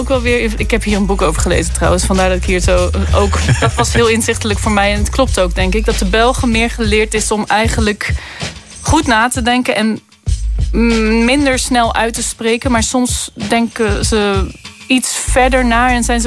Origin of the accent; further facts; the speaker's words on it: Netherlands